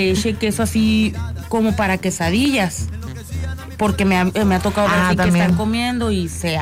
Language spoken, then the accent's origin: Spanish; Sonora, Mexico; somos sonorenses